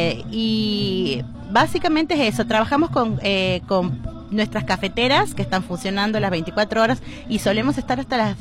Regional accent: Villa Atamisqui, Santiago del Estero, Argentina; Nosotras somos de Villa Tamisqui.

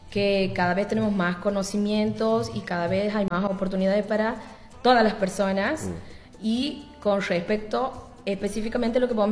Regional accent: Loreto, Santiago del Estero, Argentina; Soy de Loreto

